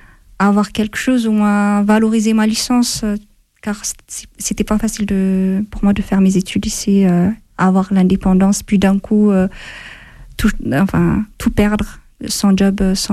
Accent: Addis Ababa, Ethiopia; French is a second language; moved away as an adult; now in France; j'ai 25 ans. Je viens de l'Éthiopie, j'ai suivi mes études, enfin, tout le long de... J'ai suivi un cursus français. C'est pour ça que je parle français. Normalement, on ne parle pas français en Éthiopie.

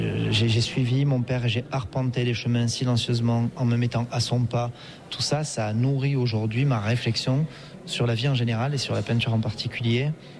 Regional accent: Campan Valley, Occitanie, France; born there; moi je suis originaire de la vallée de Campan.

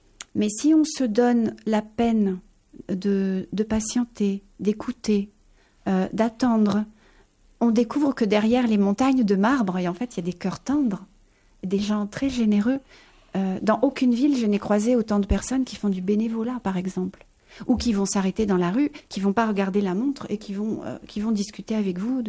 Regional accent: Paris, Île-de-France, France

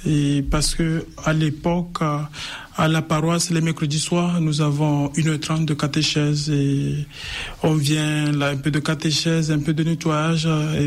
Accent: Lomé, Maritime, Togo; born there; Alors, je suis né au Togo, plus précisément à Lomé. Et Lomé, c'est la capitale du Togo.

